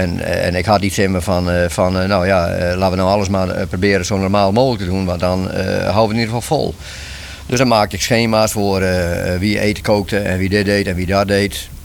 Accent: Lippenhuizen, Friesland, Netherlands; dat is de streek waar ik ben geboren. Lippenhuizen, zeg ze in het Fries, Lippenhuizen, ja. In fatsoenlijk Nederlands. Nou, daar ben ik geboren in 1943.

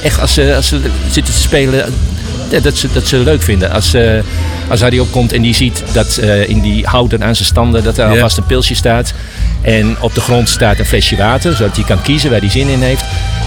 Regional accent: Groningen, Netherlands; Maar als Groninger vond ik toch dat ik ze kon claimen.

